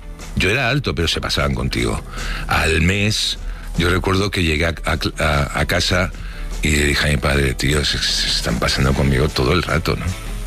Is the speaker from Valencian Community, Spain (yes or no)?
no; Barcelona, Catalonia, Spain; born there; Pero si yo he nacido en Barcelona, ¿por qué soy murciano?